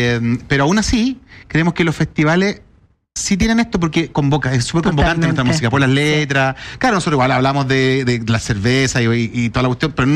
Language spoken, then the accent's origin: Spanish; Chile; más allá de ser chileno